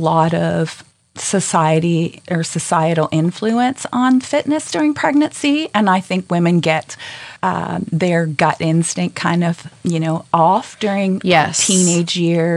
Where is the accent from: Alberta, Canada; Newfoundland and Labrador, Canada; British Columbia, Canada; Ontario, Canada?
Newfoundland and Labrador, Canada; moved away; I grew up in a small town that wasn't connected to the mainland in Newfoundland.